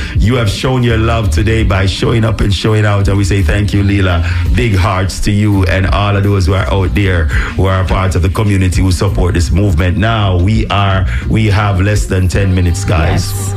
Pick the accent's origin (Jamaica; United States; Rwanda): Jamaica; moved away; we are from Jamaica, to be specific.